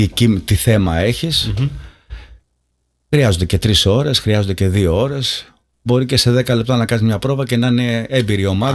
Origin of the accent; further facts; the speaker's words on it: Chora, Peloponnese, Greece; έχεις βρεθεί στο χωριό μου στη χώρα Τριφυλίας